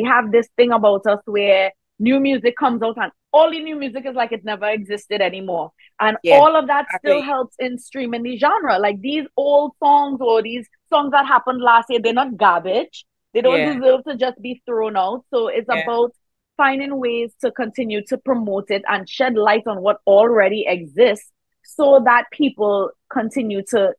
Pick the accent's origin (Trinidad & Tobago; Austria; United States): Trinidad & Tobago; moved away; oh, I'm from Trinidad and Tobago.